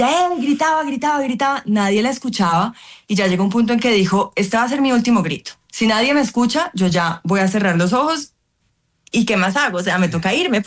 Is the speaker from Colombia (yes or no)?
yes; Colombia; que como colombianos los ayudemos.